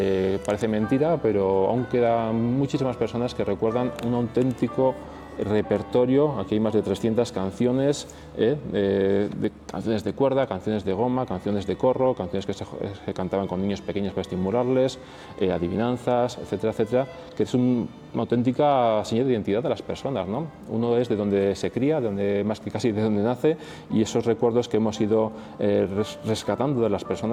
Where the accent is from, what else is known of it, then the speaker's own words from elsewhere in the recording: Pamplona, Navarre, Spain; Yo soy del barrio de La Chantrea, el barrio mítico que … dio a conocer, y de toda la vida pues me he criado con su música